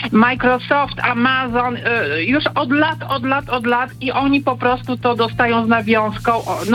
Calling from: Warmian-Masurian Voivodeship, Poland; ja pochodzę z Warmii i Mazur

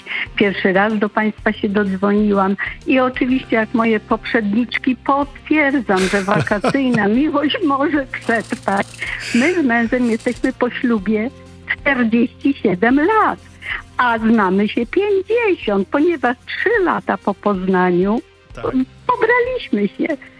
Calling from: Lower Silesian Voivodeship, Poland; On z Górnego Śląska, ja z Dolnego Śląska.

